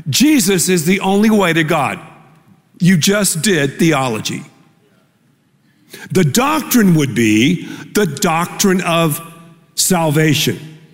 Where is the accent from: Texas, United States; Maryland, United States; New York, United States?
Texas, United States; We're from Texas. I mean, I'm from the dirty South.